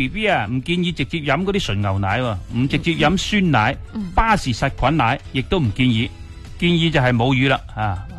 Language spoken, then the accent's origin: Cantonese; Guangdong, China; 凡系我哋广东人煲嗰啲汤啊